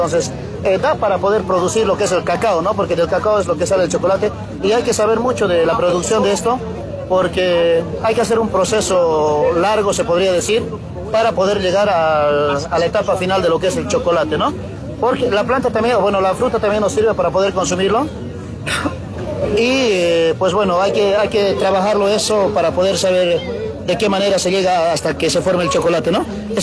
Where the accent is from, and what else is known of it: Bolivia